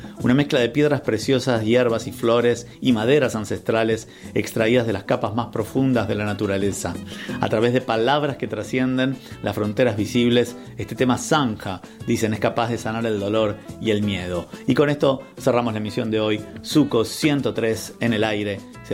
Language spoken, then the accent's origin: Spanish; Brazil; muchos recuerdos entrañables de mi familia, de mis amigos, de mi infancia en Brasil.